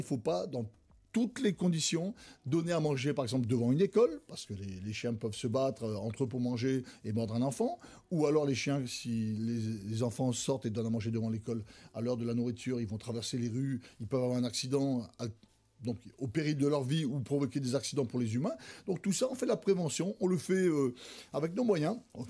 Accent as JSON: {"language": "French", "country": "Mauritius", "tie": "born there", "said": "Moi, je suis à Maurice depuis mon enfance. Hein. C'est pas comme si je suis arrivé il y a peu de temps. Je suis arrivé il y a malheureusement longtemps et heureusement longtemps."}